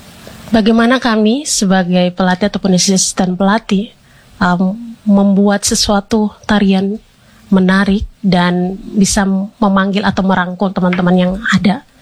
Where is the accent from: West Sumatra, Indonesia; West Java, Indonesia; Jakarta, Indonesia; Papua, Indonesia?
Papua, Indonesia; itu adalah budaya kita Papua.